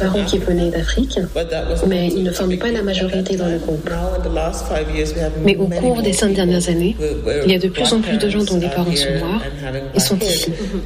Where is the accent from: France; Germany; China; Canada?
Germany; Hamburg; J'ai grandi à Hamburg et il n'y avait que 2 ou 3 Noirs dans toute la ville, je crois.